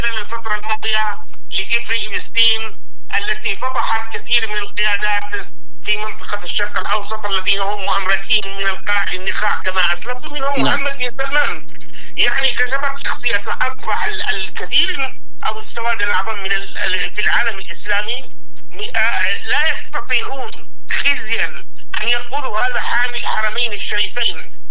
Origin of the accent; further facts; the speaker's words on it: Taiz Governorate, Yemen; أنا من أبناء تعز وتحديدا من أبناء المديريات اليوم الخاضعة لسيطرة المرتزقة من مديرية المواسط